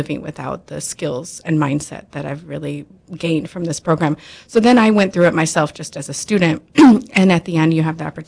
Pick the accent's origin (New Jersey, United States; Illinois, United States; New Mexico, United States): Illinois, United States; moved away as an adult; now in Fargo, United States